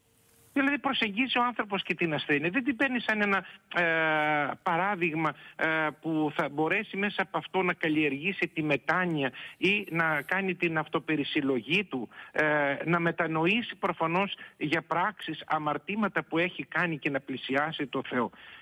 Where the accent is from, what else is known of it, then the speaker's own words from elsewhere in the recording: Eastern Macedonia and Thrace, Greece; now in Athens, Greece; εγώ είμαι από την επαρχία πάνω από την Ορεστιάδα του Εύρου. Τώρα φυσικά επί 30 χρόνια είμαι κληρικός εδώ στην Ιεράρχη Επισκοπή Αθηνών.